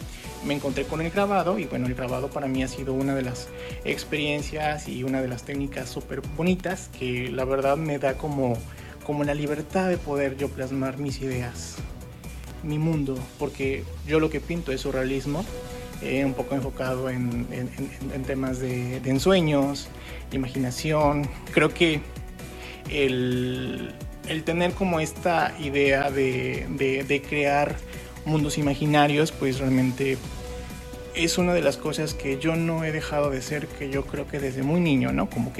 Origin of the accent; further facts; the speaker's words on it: Gutiérrez Zamora, Veracruz, Mexico; moved away as an adult; now in Xalapa, Mexico; Así es. Soy de Gutiérrez Zamora. Nací en el 91. Y bueno, pues... después me mudo a la ciudad de Jalapa en el 2010 porque, bueno, terminó la prepa y pues me fui a buscar oportunidades.